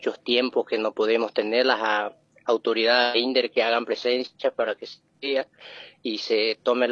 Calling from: Boquerón, Paraguay; acá en el departamento de Boquerón, zona Pedro Pepeña, El Solitario se llama el lugar denominado donde estamos nosotros. Hay una escuela que es número 4900, El Solitario.

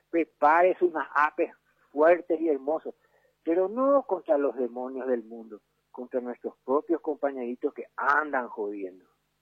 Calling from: Paraguay; Somos sencillos paraguayitos.

